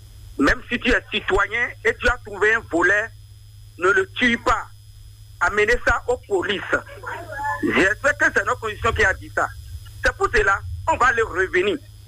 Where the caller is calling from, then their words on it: Benin; je vous appelle depuis Diguet.